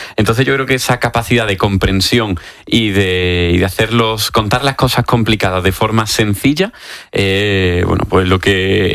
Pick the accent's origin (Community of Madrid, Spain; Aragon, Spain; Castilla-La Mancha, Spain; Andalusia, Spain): Andalusia, Spain; Córdoba; yo soy de Córdoba